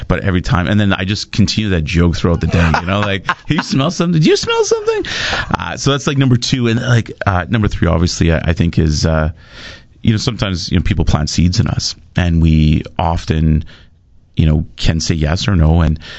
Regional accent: Winnipeg, Manitoba, Canada; although I come from Winnipeg, the reason this is an easy trip

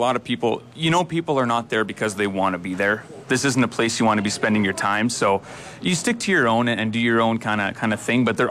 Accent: Blumenort, Manitoba, Canada; we're local. We're from Bloemenort here.

